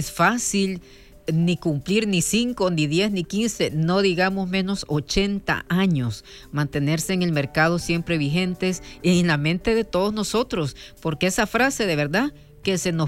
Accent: El Salvador; con nosotros como salvadoreños que somos

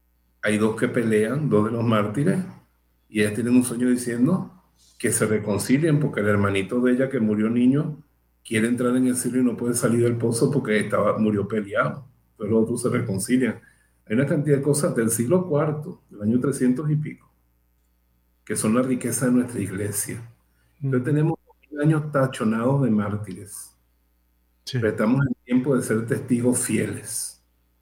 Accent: Chihuahua, Mexico; yo soy muy de Chihuahua. Y quiero contar su historia para que la recuerden, porque es tan bonita.

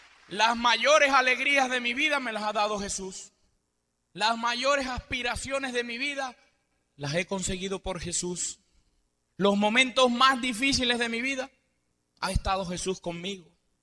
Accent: Panama; moved away; A mí me parece estar allá en mi tierra también, bailando. Así mismo es como se baila el Señor allá en Panamá.

